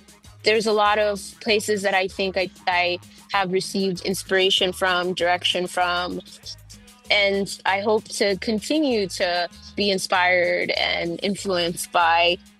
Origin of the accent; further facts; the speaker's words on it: Queens, New York, United States; And then back home in New York, where I grew up in Queens, and I grew up in an area called Elmhurst, Queens